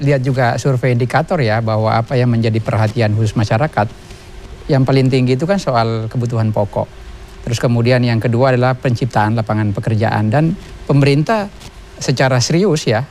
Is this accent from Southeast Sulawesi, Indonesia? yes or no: yes; Kolaka, Southeast Sulawesi, Indonesia; Saya dari Sulawesi Tenggara Mbak, dari Kolaka, di Kolaka itu sudah hampir 3 smelter dibangun sekarang ini.